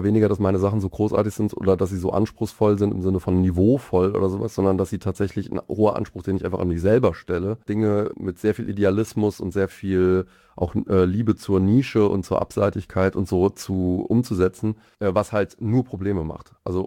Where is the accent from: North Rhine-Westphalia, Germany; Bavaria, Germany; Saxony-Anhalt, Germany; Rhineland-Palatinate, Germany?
Rhineland-Palatinate, Germany; Mainz; moved away as an adult; now in Mannheim, Germany; Ich bin Mainzer eigentlich